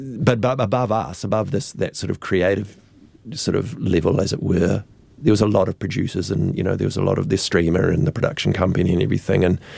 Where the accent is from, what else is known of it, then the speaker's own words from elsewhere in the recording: Dunedin, Otago, New Zealand; No, love out to people from Christchurch, but I am from Dunedin.